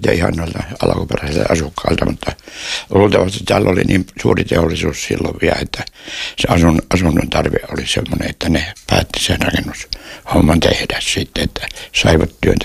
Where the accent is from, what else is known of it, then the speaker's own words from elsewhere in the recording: Ähtäri, South Ostrobothnia, Finland; born there; also born or lived in Tampere; now in Virrat, Finland; syntyisinkin maalta, niin Tampereen Vilinnän jälkeen niin tulin tänne, kun mun kotipaikka on tuolla Ähtärissä perikunnan paikka